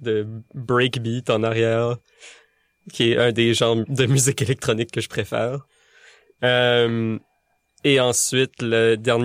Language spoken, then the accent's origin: French; Acadia, Canada